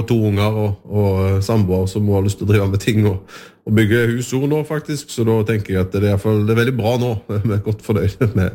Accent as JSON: {"language": "Norwegian", "region": "Western Norway", "country": "Norway", "said": "som vestlending og ute på Haugalandet"}